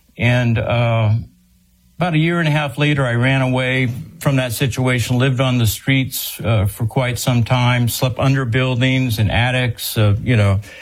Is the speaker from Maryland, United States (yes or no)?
no; San Antonio, Texas, United States; born there